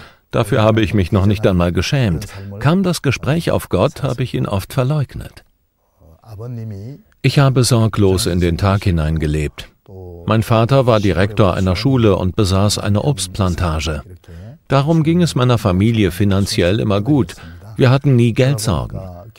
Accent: North Gyeongsang, South Korea; Aber ich komme aus Südkorea. Ich bin in der nördlichen Provinz Gyeongsang geboren und auch aufgewachsen.

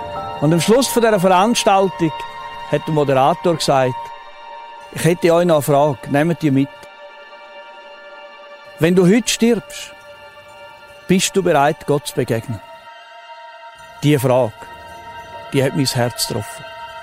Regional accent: Switzerland; habe ich die Armeewaffen geladen, die ich als Schweizer Soldat in der Stube hatte.

